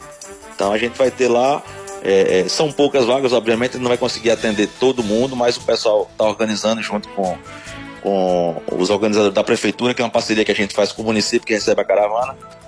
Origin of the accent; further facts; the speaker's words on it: Serra Talhada, Pernambuco, Brazil; moved away; eu sou de Serra Talhada, na época que eu saí não tinha nenhum, hoje já tem 2.